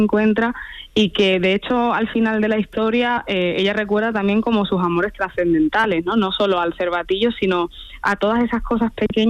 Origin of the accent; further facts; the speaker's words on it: Spain; en mi pueblo no hay bosques maravillosos y frondosos, hay una dehesa, porque es la Sierra Norte